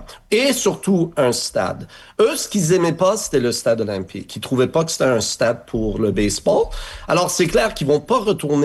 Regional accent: Montreal, Quebec, Canada; le fait que moi, je suis Montréalais, je suis Québécois, je suis ici, je suis bilingue

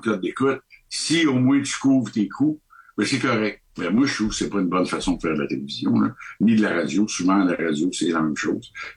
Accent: Canada; moi, je suis du Canada, je suis ici de passage

